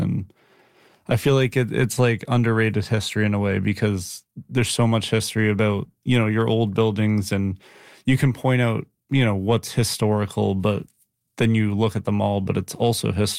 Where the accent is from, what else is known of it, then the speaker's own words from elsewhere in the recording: Moncton, New Brunswick, Canada; I grew up in Moncton